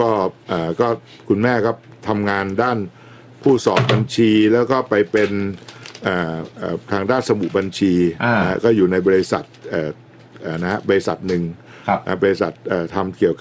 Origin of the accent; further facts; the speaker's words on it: Bangkok, Thailand; เป็นคนกรุงเทพ